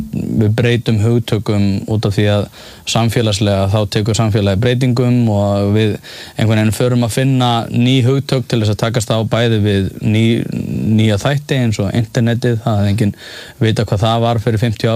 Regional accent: Reykjavík, Capital Region, Iceland; ég elst upp í Vesturbænum á samt fjölskyldu

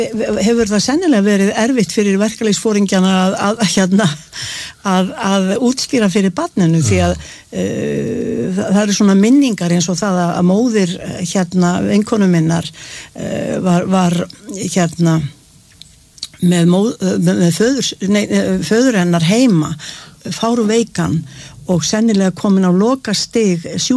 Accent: Capital Region, Iceland; ég alinn upp á Berðþórugötunni sem var eiginlega fátækra hverfi

